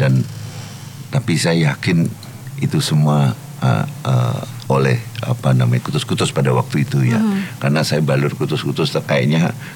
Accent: Klaten, Central Java, Indonesia; Apalagi ini dari Medan, sementara saya ini orang Klaten, jadi beda banget gayanya gitu.

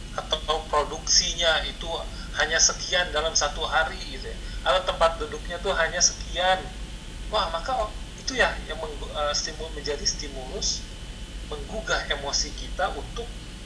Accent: Bandung, West Java, Indonesia; kita sebagai warga Bandung ya

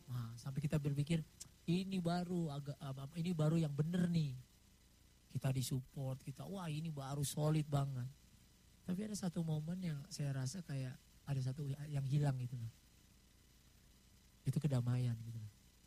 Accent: East Java, Indonesia; also born or lived in Makassar; tahun 2002 kami pindah ke Surabaya. Karena saya sebenarnya besar di Jawa Timur.

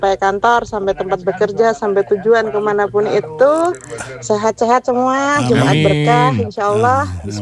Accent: Petarukan, Central Java, Indonesia; moved away; pengalaman SD saya tuh anak kampung di Petarukan Pemalang sana, dusun saya namanya Kebo Ijo. Saya sekolah di SD 5 Petarukan

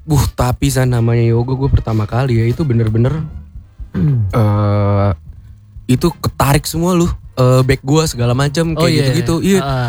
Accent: Meruya, Jakarta, Indonesia; Ini kan kita orang Meruya. Kita kan orang Meruya nih.

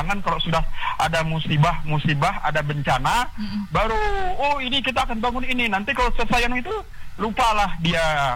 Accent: Kutai Barat, East Kalimantan, Indonesia; kami dari Kutai Barat ini mau ke Samarinda hanya melewati satu kabupaten jalur, aja

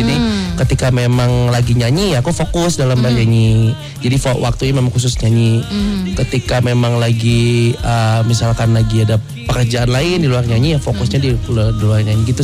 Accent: Malang, East Java, Indonesia; moved away as an adult; now in Jakarta, Indonesia; Aslinya orang Malang.

